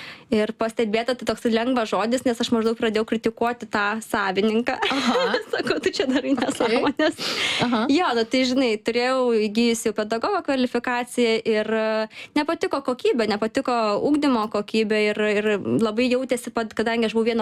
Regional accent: Kuršėnai, Šiauliai County, Lithuania; aš esu iš Kuršėno. Iš to pietinė praktiškai Šiaulių, ar ne?

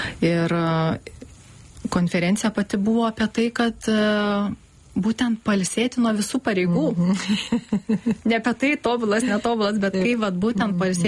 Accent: Panevėžys, Panevėžys County, Lithuania; Taip, aš iš Panevėžio.

